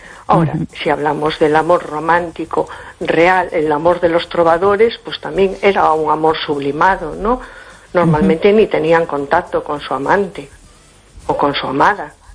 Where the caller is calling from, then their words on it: A Coruña, Galicia, Spain; Hola, buenas noches … de Coruña.